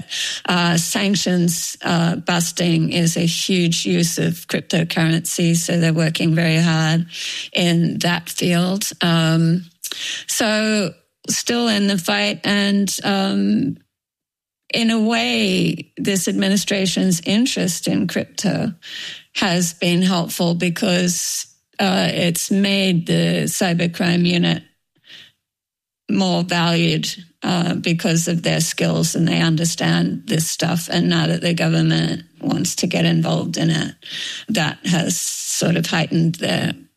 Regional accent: Australia; first in the Cleveland Bureau, which as an Australian, I considered my first foreign assignment.

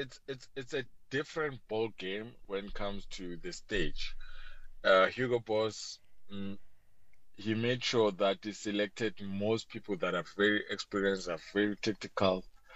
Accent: South Africa; I'm hoping as a South African

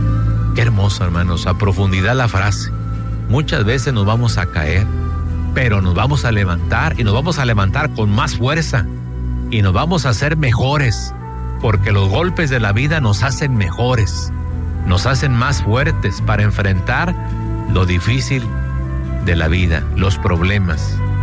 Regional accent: Mexico; Cada quien saca su foto con la Virgen de Guadalupe, porque somos mexicanos, pero también somos guadalupanos.

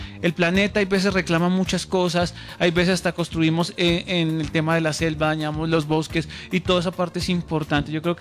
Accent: Armenia, Quindío, Colombia; Yo soy de Armenia y tengo familia en Cali, tengo muchos conocidos en varias ciudades

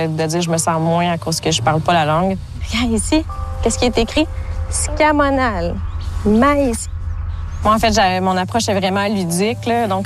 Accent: Odanak, Quebec, Canada; Oui, j'ai grandi à Odanak.

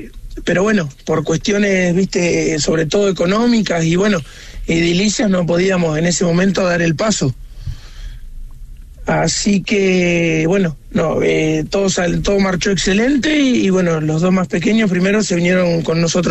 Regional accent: Henderson, Buenos Aires Province, Argentina; Somos de Henderson, provincia de Buenos Aires.

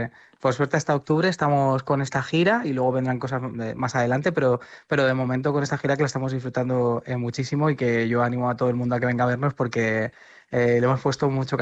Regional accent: Talavera de la Reina, Castilla-La Mancha, Spain; now in Madrid, Spain; Entonces, muchas veces no tienes la percepción de si en tu tierra, de donde vienes, se está sintiendo igual o lo están viendo igual. Y este tipo de premios, pues te hace sentir muy orgulloso y también. Yo siempre he hablado de Talavera

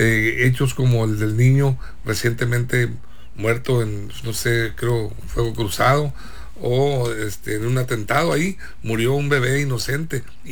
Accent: Sinaloa, Mexico; esa paz que tanto anhelamos los sinaloenses.

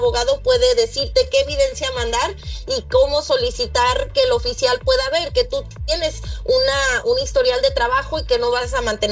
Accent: Uruapan, Michoacán, Mexico; born there; moved away; yo nací en Michoacán, yo nací en Uruapan.

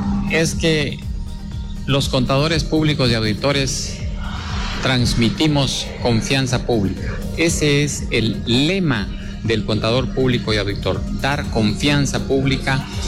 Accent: Guatemala

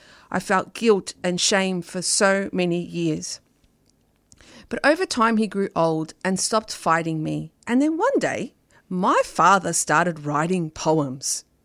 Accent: Australia; born there; my Cypriot heritage. That's why I call myself Cypriot Australian, even though I was born here, because I don't fully see myself as just Australian.

